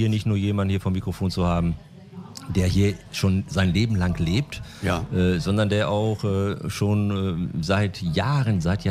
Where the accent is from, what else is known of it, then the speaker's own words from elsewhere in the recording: Hamm, North Rhine-Westphalia, Germany; Ich komme aus Hessen.